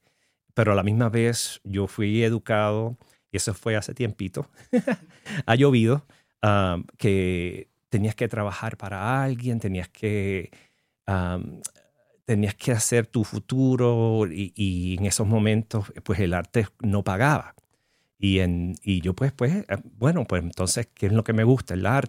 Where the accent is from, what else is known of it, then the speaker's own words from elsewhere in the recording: Puerto Rico; now in Los Angeles, United States; Soy un artista puertorriqueño que está trabajando aquí en Reno